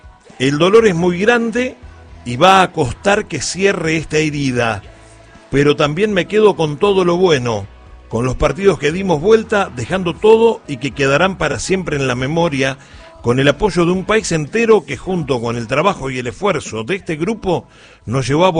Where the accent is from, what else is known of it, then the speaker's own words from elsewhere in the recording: Argentina; Sí, viste que somos argentinos